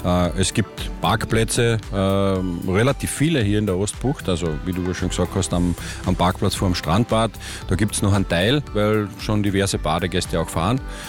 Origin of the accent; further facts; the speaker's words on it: Liebenfels, Carinthia, Austria; ich selber bin ja aus Liebenfels